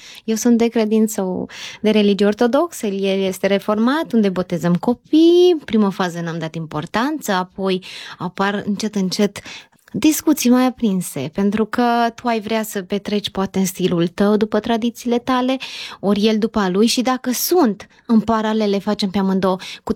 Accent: Romania; moved away as an adult; now in Hungary; eu sunt româncă 100%

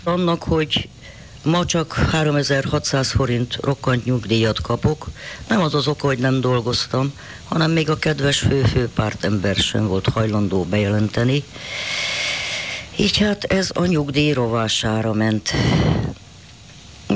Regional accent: Transylvania, Romania; now in Hungary; Erdélyi vagyok

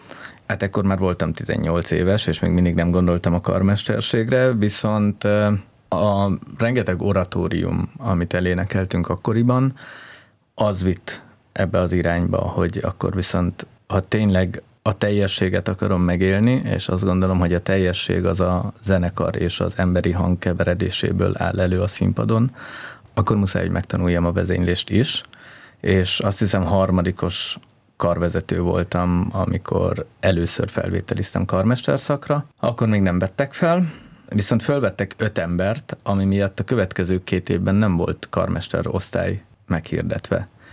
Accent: Heves, Hungary; Tehát én úgy nőttem föl, hogy Heves egy kisváros volt, ahol szerencsére volt egy zeneiskola, de alapvetően én a cigányzenében szocializálódtam.

